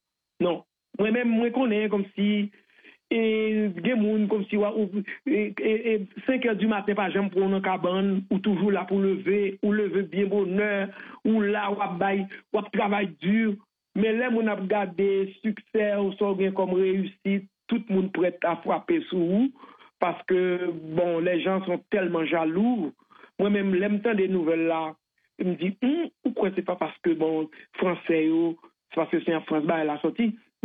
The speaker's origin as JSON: {"language": "French", "town": "Trou-du-Nord", "region": "Nord-Est", "country": "Haiti", "said": "Mais moi, je viens du trou du Nord."}